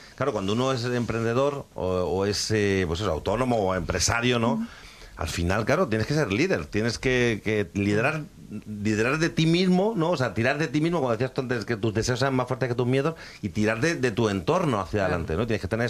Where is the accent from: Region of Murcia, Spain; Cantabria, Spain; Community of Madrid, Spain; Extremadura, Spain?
Extremadura, Spain; tenemos una carencia enorme con el inglés, los extremeños, ¿no? Entonces, claro, nos cuesta. Por eso nosotros muchas veces deletreamos o leemos tal y como se escribe, ¿no?